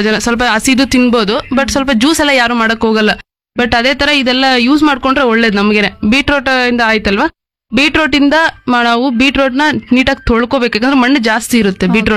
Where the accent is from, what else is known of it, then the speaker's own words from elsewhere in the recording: Kolar Gold Fields, Karnataka, India; now in Budikote, India; ನಾನು ಕೆಜಿಎಫ್ ಗ್ರಾಮಾಂತರ ಕಡೆಯಿಂದ ಬಂದಿದ್ದೀನಿ.